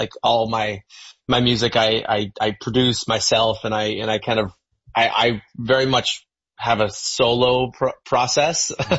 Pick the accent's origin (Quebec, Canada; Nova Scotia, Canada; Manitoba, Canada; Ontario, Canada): Ontario, Canada; London; my hometown, which is London, Ontario.